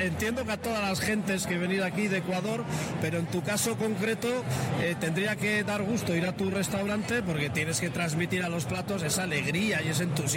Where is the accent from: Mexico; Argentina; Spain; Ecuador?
Spain; San Sebastián, Basque Country; yo soy de San Sebastián, aquí en España